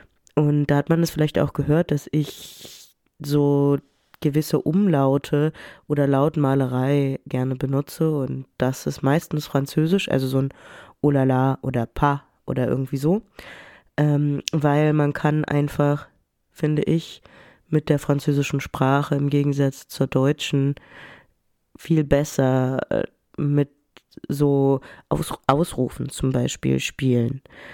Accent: Germany; Ich bin in den 90ern aufgewachsen und dort habe ich ganz viel konsumiert an Video-, Film-Sachen. Und ich bin in Deutschland aufgewachsen, aber in so einer französischen Bubble.

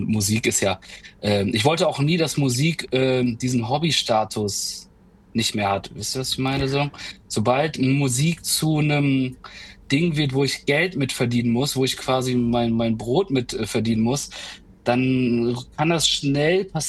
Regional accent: Hörste, Germany; die Stadt, also an sich von Hörste, wo ich herkomme, nach Osnabrück, das sind 25 Minuten mit Zug, also es ist direkt um die Ecke quasi.

